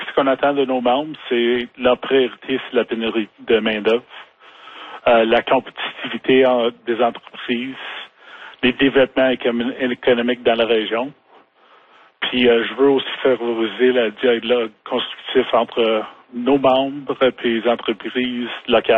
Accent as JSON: {"language": "French", "town": "Ottawa", "region": "Ontario", "country": "Canada", "tie": "born or raised there", "moved": "as an adult", "lives_now": "Timmins, Canada", "said": "Moi, je suis natif d'Ottawa. J'ai déménagé ici 14 ans passés."}